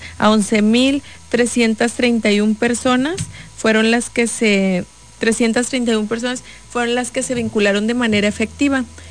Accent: Gómez Palacio, Durango, Mexico; yo soy de aquí, de Gómez Palacio

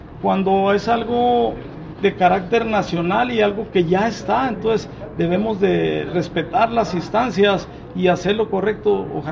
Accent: Hidalgo del Parral, Chihuahua, Mexico; los parralenses, independientemente de los colores nacionales y estatales, somos mexicanos

